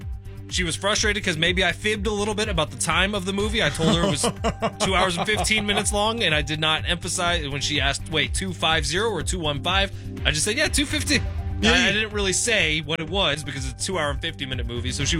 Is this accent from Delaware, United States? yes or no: no; Merced, California, United States; I got a group text of buddies I grew up with in Merced